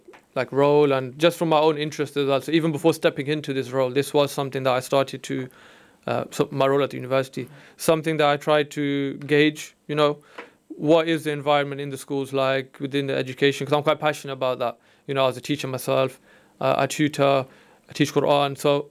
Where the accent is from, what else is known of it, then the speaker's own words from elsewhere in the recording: England, United Kingdom; growing up in England and stuff